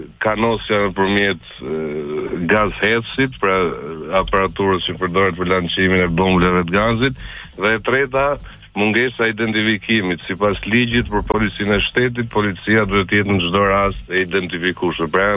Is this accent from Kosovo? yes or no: no; Tirana, Tirana County, Albania; Unë vi nga Voskopoja me origjinë vet, kam lindur dhe jam rritur në Tiranë, por prindrit janë gjyshrit më saktë, janë nga Voskopoja.